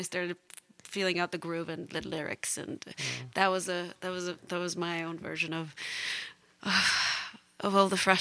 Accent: Tbilisi, Georgia; first language Georgian; English is a second language; moved away; very Tbilisi, my hometown, our hometown instrument in Georgia.

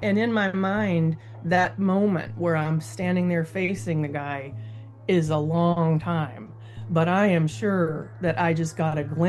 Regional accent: Meridian, Mississippi, United States; this historic museum in my hometown of Meridian.

